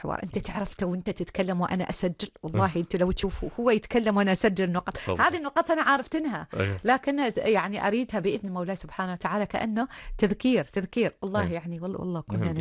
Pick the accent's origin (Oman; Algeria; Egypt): Oman; احنا تو عمانيين، احنا نحب الخبز، نحب الخال